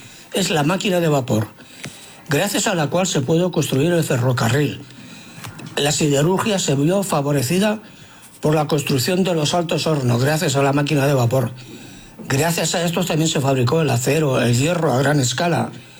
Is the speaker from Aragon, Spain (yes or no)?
no; Barcelona, Catalonia, Spain; Hola, farreros … de Barcelona.